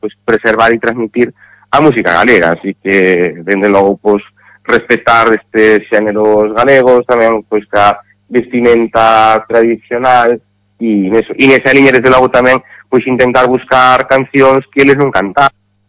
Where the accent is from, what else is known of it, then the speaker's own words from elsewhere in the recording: Carballo, Galicia, Spain; además eu son daqui, son de Carballo, que pues, además me fai moitísima ilusión dirixir